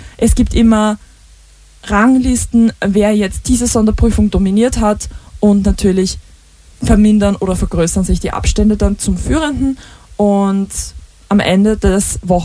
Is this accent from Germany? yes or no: no; St. Pölten, Lower Austria, Austria; ich bin aus St. Pölten und wir kennen Schnee eigentlich nur noch fast aus Geschichten oder Kindheitserinnerungen.